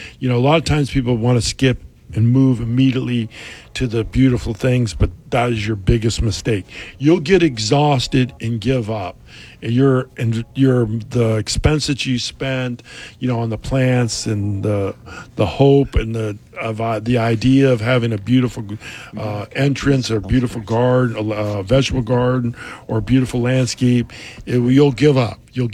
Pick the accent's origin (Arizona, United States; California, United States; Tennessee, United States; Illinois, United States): California, United States; now in Jacksonville, United States; Well, no, I'm originally from California.